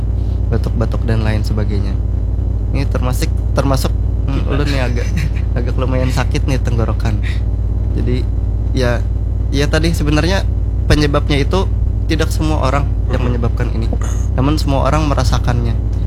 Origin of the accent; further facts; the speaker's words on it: Banjar, South Kalimantan, Indonesia; kita sebagai orang Banjar, sebagai orang Kalimantan